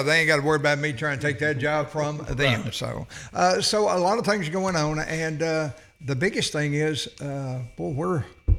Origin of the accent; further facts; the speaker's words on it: United States; I've known Randy all my life. I kind of grew up together. He grew up on the Sweden's Cove side, and I grew up on the Fish Trap side, so we all knew each other